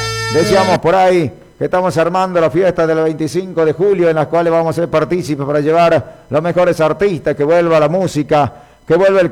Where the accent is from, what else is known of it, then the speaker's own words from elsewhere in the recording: Pluma de Pato, Salta, Argentina; a las tierras bien chaqueñas como las nuestras, de mi querido Pluma del Pato.